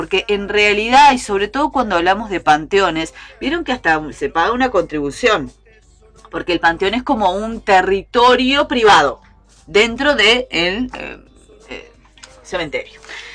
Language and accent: Spanish; Pando, Canelones, Uruguay; Quienes somos de Pando hace muchísimos años